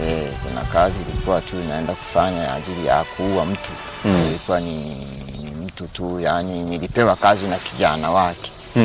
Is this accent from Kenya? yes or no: no; Tanzania; Sasa nilitoka hapa Tanzania nikaenda Nairobi. Fika pale Nairobi nikaenda kufanya kazi zangu.